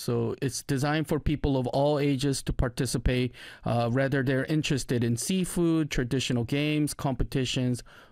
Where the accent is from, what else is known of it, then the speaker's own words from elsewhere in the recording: Seogwipo, Jeju, South Korea; Yeah, my hometown is Seogipo.